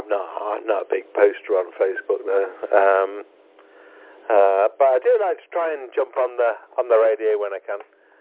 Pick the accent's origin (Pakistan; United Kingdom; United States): United Kingdom; Lichfield, West Midlands; now in Walsall, United Kingdom; your neck of the woods is mine, really, because I was born and bred in Lichfield. And my family are all in Lichfield